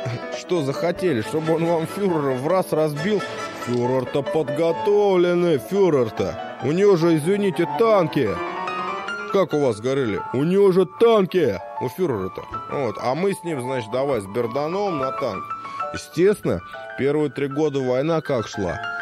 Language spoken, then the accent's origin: Russian; Kazakhstan; Вот ваши СССРы, мы казахи, вот, ну, мы, короче, случайно туда попали.